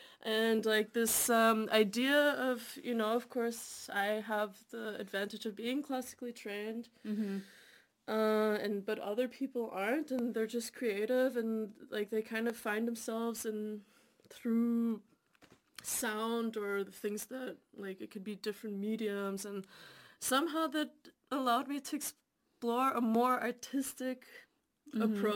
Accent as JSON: {"language": "English", "country": "Canada"}